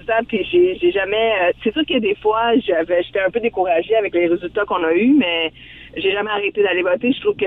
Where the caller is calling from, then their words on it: Montreal, Quebec, Canada; Je suis à Rivière-des-Prairies, à okay. Montréal, Rivière-des-Prairies